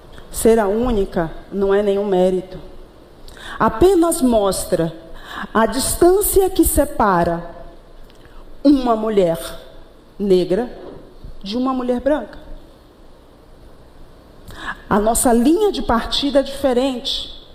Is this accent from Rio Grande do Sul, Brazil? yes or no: no; Bahia, Brazil; moved away as an adult; now in Rio de Janeiro, Brazil; sobrevivi. Saí da Bahia com 20 reais e duas filhas para a cidade maravilhosa.